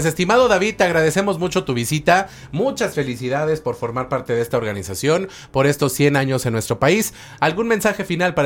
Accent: Cuautla, Morelos, Mexico; soy un scout de Cuautla.

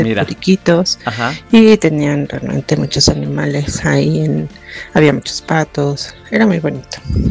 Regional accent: Cuernavaca, Morelos, Mexico; uno de los lugares que me encantaba ir de niña aquí en Cuernavaca era la Jungla Mágica

